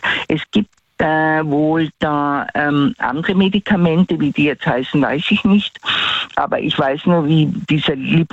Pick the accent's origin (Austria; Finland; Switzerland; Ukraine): Austria; Tyrol; accent: Tyrolean